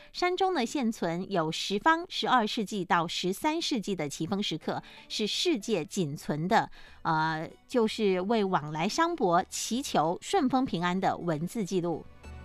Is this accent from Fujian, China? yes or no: yes; Quanzhou, Fujian, China; 我们泉州人